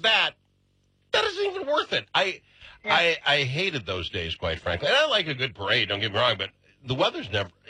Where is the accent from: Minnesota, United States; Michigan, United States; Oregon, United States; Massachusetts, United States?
Minnesota, United States; Blue Earth; and I would use Blue Earth, my hometown.